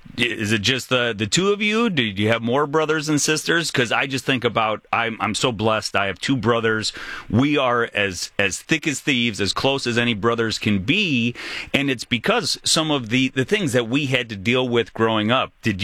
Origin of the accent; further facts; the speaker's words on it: Detroit, Michigan, United States; me coming from Metro Detroit, we don't hear those quite as much.